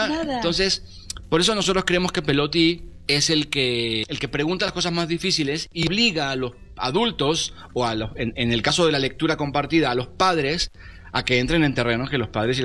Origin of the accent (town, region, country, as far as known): Argentina